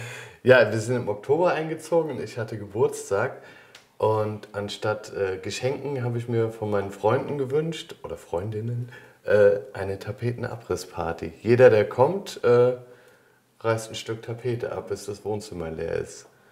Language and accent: German; Eifel, Germany; moved away; Ich bin im Dorf in der Eifel groß geworden